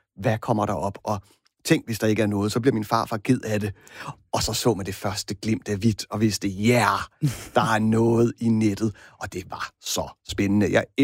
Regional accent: Capital Region of Denmark, Denmark; Jeg er uddannet biolog, jo, men før det er jeg jo bornholmer. Og jeg er født et stenkast fra havet.

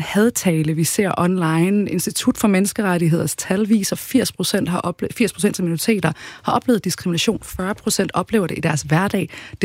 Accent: Skive, Central Denmark Region, Denmark; jeg er dansk iraker med rødder i Jylland. Altså, det er jo der, jeg er født og opvokset

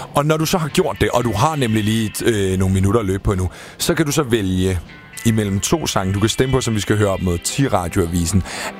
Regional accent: Copenhagen, Capital Region of Denmark, Denmark; Jeg som københavner har fået æren af at vælge en sang, der er tematiseret i Jylland.

